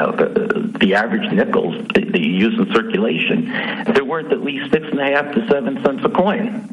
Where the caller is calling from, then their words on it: Peekskill, New York, United States; calling from Peekskill, New York, in northern Westchester.